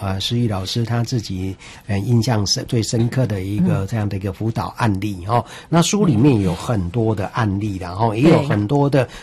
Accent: Erlin, Changhua County, Taiwan; 二林齁、哦、这个是我彰化是我的老家啦齁

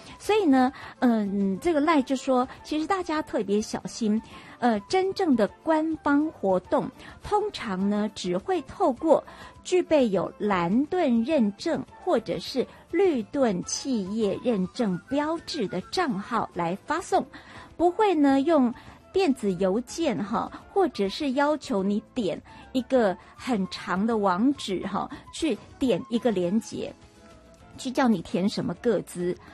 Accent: Taiwan; 我们台湾人非常非常高度使用赖这个软体

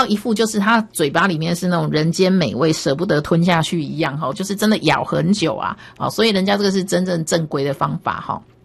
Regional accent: Taiwan; 我觉得我们台湾人吃饭真的是太快了

